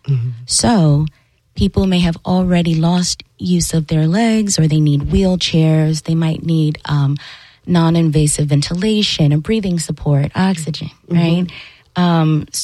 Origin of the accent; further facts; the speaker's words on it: Orlando, Florida, United States; I'm from West Orlando, and when I was looking it up, there's actually a nationally certified ALS center at Orlando Health.